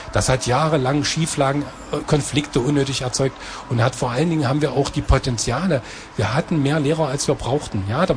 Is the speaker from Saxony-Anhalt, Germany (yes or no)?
yes; Saxony-Anhalt, Germany; unser schönes Sachsen-Anhalt und ich liebe meine Heimatstadt über alles